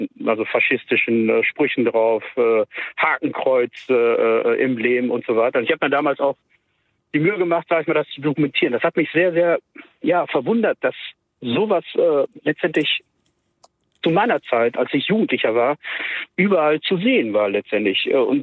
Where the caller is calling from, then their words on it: Altena, North Rhine-Westphalia, Germany; Ich werde dieses Jahr 58 und schon als Jugendlicher. Ich komme aus dem Sauerland, aus Altena, mit der Burg Altena.